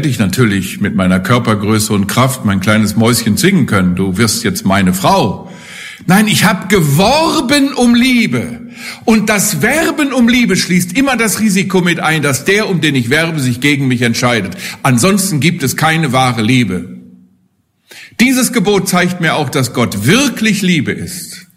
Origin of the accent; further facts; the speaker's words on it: Hesse, Germany; Ich komme ja aus der Nähe von Haiger.